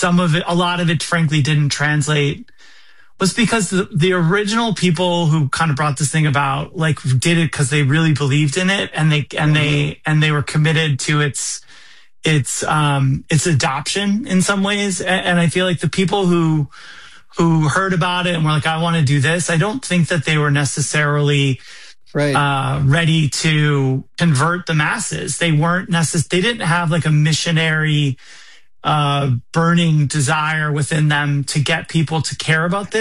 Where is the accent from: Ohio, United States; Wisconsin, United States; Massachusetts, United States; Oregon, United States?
Wisconsin, United States; So having become an adult in Wisconsin, it's funny, and growing up in the Midwest, I've realized it, as I'm long gone, the Midwest is the most socially conservative place in America.